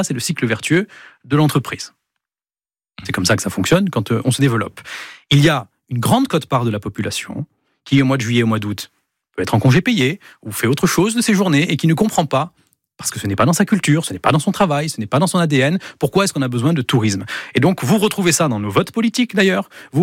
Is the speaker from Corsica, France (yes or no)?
yes; Corsica, France